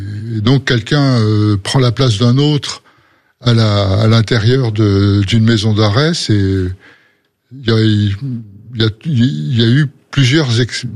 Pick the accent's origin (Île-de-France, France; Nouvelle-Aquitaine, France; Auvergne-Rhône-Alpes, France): Île-de-France, France; Paris; born there; also born or lived in Algeria; j'ai suivi ma mère qui avait divorcé quand j'étais très très jeune. Elle s'est remariée en 1955 à Paris, donc depuis 1955, je suis parisien.